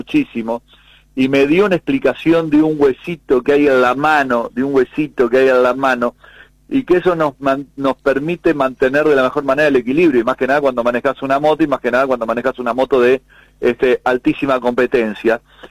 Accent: Uruguay

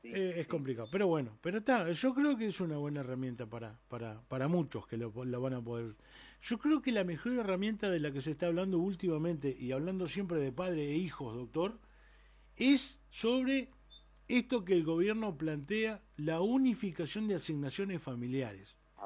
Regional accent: Uruguay; Somos uruguayos, doctor.

